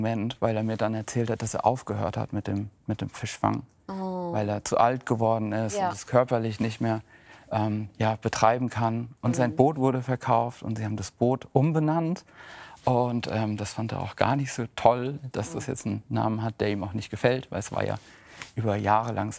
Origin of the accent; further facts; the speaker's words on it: Hesse, Germany; Ja, also gerade im Ohmtal, wo ich wohne, wo ich groß geworden bin, haben wir wunderschöne Felder und Auen und Wälder.